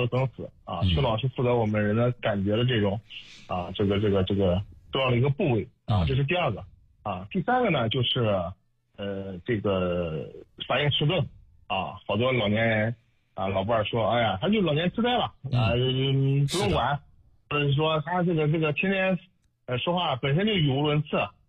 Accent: Xuzhou, Jiangsu, China; accent: Xuzhou dialect; 我们徐州话叫打磕

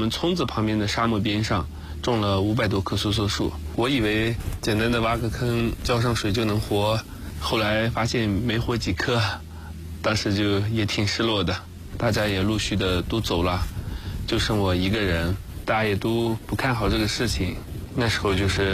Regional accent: Minqin, Gansu, China; moved away; 风把沙子刮得和墙一样高了，羊就可以顺着沙子走到这个房上。我就觉得我们家乡太难了，我现在还年轻，

